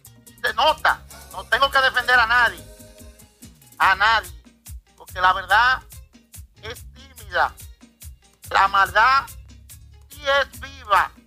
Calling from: Moca, Espaillat, Dominican Republic; Vivo en Moca y paro en San Vito.

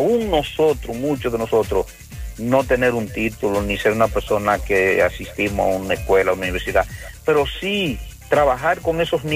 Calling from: Moca, Espaillat, Dominican Republic; Buenos días, mi pueblo mocano

